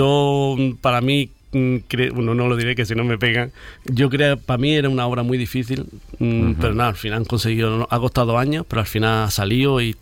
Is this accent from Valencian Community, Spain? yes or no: no; Almería, Andalusia, Spain; Somos de Almería